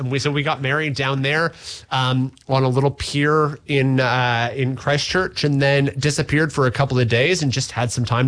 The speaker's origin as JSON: {"language": "English", "country": "Canada", "also_born_or_lived": "Auckland, New Zealand", "moved": "yes", "lives_now": "Taranaki, New Zealand", "said": "Being overseas, being Canadian, being all the rest of it."}